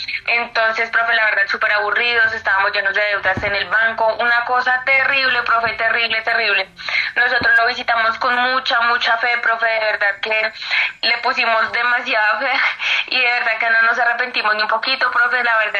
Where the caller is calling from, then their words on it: Bogotá, Bogotá Capital District, Colombia; yo lo estoy llamando desde San Cristóbal Norte.